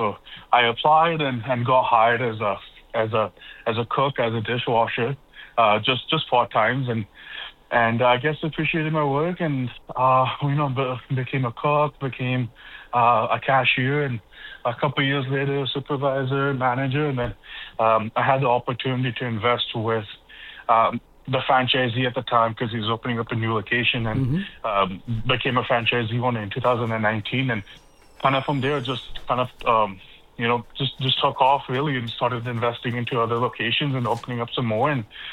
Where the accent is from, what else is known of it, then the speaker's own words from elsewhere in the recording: Edmonton, Alberta, Canada; moved away as an adult; also born or lived in Moncton; now in Newfoundland, Canada; So in Edmonton, Alberta, I was born and brought up there. I was there until the age of 25. What brought me out east, and originally I landed in Moncton, New Brunswick